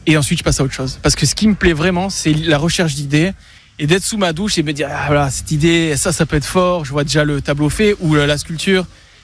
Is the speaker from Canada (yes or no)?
no; Nice, Provence-Alpes-Côte d'Azur, France; moved away; suis parti à l'étranger, donc à Dijon, Clermont-Ferrand, Toulouse et compagnie. Quand tu passes le Var en tant que niçois, c'est un peu dur, quoi. Quand ta culture te manque et ta ville te manque